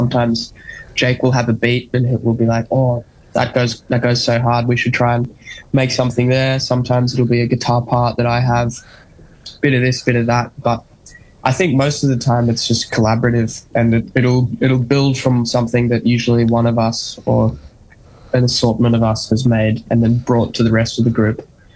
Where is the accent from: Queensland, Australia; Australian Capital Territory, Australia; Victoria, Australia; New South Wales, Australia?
Queensland, Australia; Brisbane; Yeah, we're all from Brisbane. We're different parts of Brisbane, but mostly north of Brisbane there, yeah.